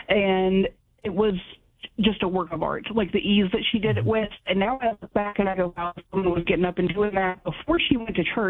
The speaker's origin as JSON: {"language": "English", "town": "Bluefield", "region": "Virginia", "country": "United States", "said": "I'm from Bluefield, Virginia, so I'm not far from"}